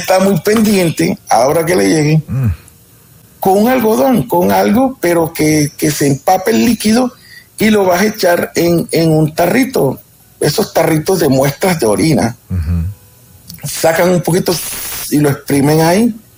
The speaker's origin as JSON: {"language": "Spanish", "country": "Colombia"}